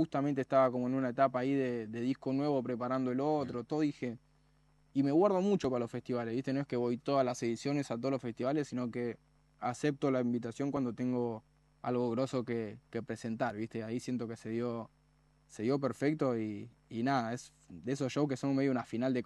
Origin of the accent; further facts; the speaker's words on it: Buenos Aires, Argentina; Si soy de la Boca, soy de Boca y muero siendo